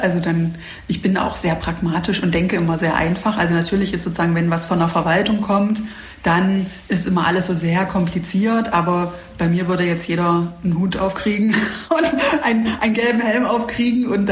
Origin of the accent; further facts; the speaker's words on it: Halle, Saxony-Anhalt, Germany; was man auch so als Hallenser eigentlich gar nicht so mitbekommt